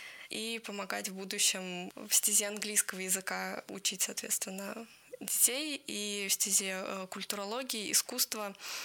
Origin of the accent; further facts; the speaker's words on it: Vologda, Vologda Oblast, Russia; Я из Вологды, решила поступать в Вологодский государственный университет в конце 10 класса